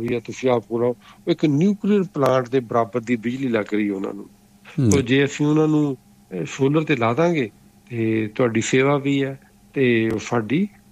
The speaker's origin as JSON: {"language": "Punjabi", "town": "Jalandhar", "region": "Punjab", "country": "India", "tie": "born or raised there", "said": "ਤੇ ਮੇਰਾ ਪਿੰਡ ਜਲੰਧਰ ਦੇ ਲੱਗਿਆ, ਅਸੀਂ ਉੱਥੇ ਜਲੰਧਰ ਵਗੈਰਾ ਦੇ ਲਵਾ ਰਹੇ ਹਾਂ"}